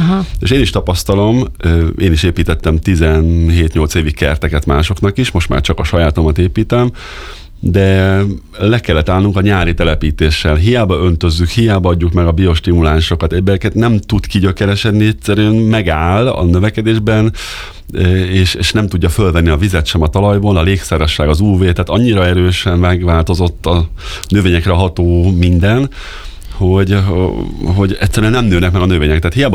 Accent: Cegléd, Pest, Hungary; moved away as an adult; now in Pilisszentkereszt, Hungary; én ceglédi vagyok eredetileg

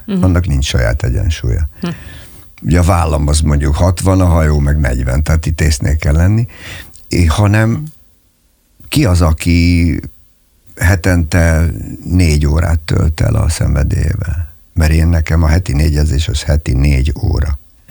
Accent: Lake Balaton, Hungary; egy hatalmas angol parkban nőttem föl, két kastélyban, aminek az egyik vége a Balaton volt.

